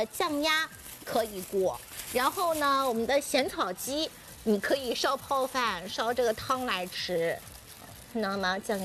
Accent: Shanghai, China; 我们上海人洋气的配红酒

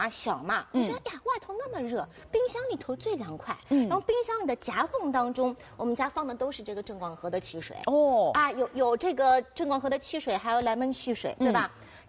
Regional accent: Nanshi District, Shanghai, China; 俺两个的小辰光都是南市区的

